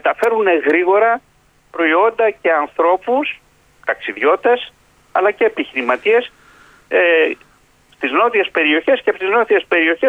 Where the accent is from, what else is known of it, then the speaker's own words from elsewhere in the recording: Thessaloniki, Central Macedonia, Greece; Έτσι κι αλλιώς η φιλοξενία και η υποδοχή στη Βόρεια Ελλάδα είναι υψίστης σημασίας, είμαι Θεσσαλονικιός και το ξέρω.